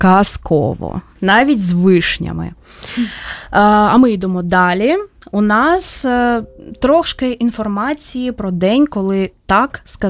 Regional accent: Donetsk, Donetsk Oblast, Ukraine; що я родом із Донецька

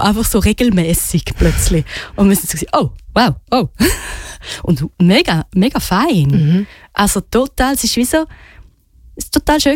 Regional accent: Switzerland; born there; ich bin in der Schweiz geboren, Schweizer Pass, Schweizer Ausbildung und alles da genossen und habe sehr viele Privilegien.

